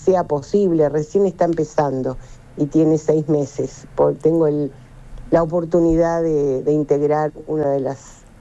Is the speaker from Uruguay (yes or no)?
yes; Uruguay; born there; yo nací en Uruguay, ¿no? Mi madre patria es Israel y mi patria es Uruguay, son las dos, y ninguna interfiere con la otra.